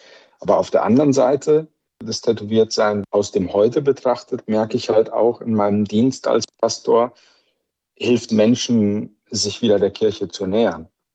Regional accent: Spain; Ich bin in Spanien groß geworden. Meine Eltern sind mit mir ausgewandert, als ich 4 Jahre alt war.

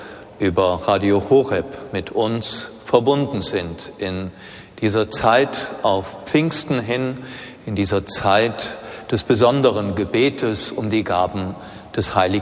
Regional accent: Eifel, Germany; Er trat schon recht früh bei den Prämonstratensern im Kloster Steinfeld aus meiner Heimat, der Eifel

